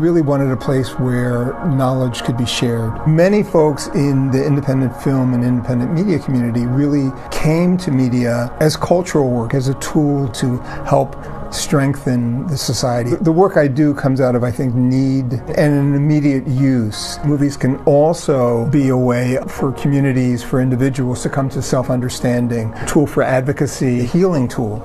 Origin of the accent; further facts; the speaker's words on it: Philadelphia, Pennsylvania, United States; I'm a filmmaker. I was born in Philadelphia at Women's Medical College. I grew up in North Philadelphia at 16th and Jefferson Streets.